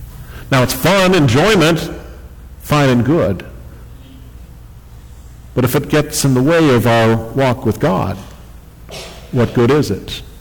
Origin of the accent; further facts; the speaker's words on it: United States